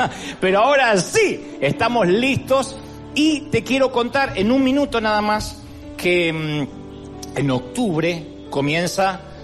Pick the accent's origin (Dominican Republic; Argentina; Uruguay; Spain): Argentina; Argentina, mi país